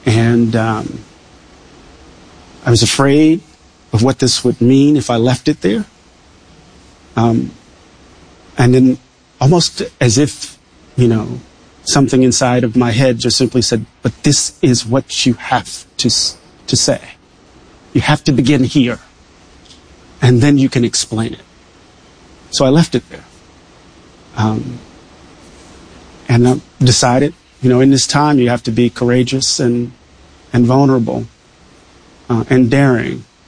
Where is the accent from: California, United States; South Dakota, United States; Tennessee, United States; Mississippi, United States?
Mississippi, United States; Maybe it's because I'm from Mississippi.